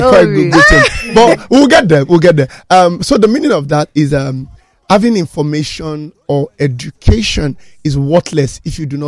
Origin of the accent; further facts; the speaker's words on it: Ondo, Nigeria; That's how we greet ourselves in Ondo.